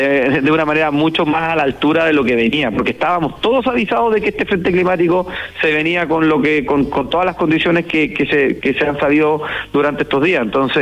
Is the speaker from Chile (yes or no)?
yes; Petorca, Valparaíso, Chile; yo soy nacido y criado en esta comuna, entonces de alguna manera tengo un cariño especial a mi pueblo